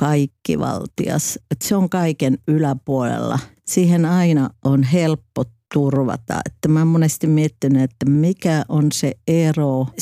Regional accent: Oulu, North Ostrobothnia, Finland; Mä olen sieltä Oulusta kotoisin

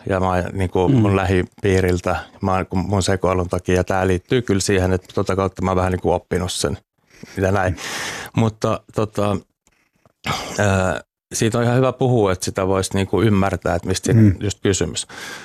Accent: Uusimaa, Finland; Tuosta pääkaupunkiseudulta mä oon kotosin.

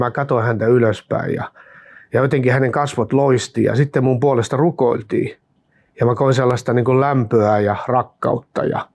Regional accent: Jyväskylä, Central Finland, Finland; ja olen Jyväskylästä kotoisin, mutta olen täällä töissä tällä hetkellä.

